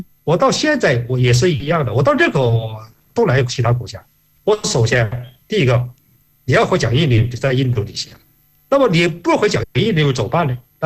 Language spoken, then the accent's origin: Chinese; Guangxi, China; 他一看我是来自广西